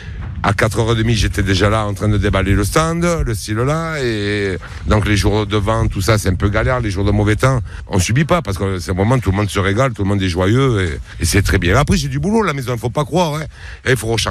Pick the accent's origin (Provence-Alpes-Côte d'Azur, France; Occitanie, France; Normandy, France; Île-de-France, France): Provence-Alpes-Côte d'Azur, France; La Seyne-sur-Mer; also born or lived in Toulon; now in Ollioules, France; Ouais, je suis né à Toulon et j'ai grandi à La Seyne-sur-Mer avec mes parents.